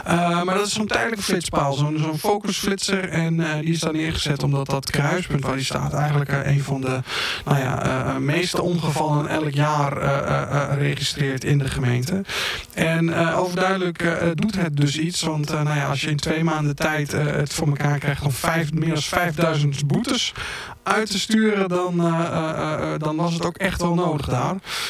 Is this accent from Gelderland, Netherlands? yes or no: yes; Gelderland, Netherlands; Ik kom uit de regio, ik kom uit de Achterhoek.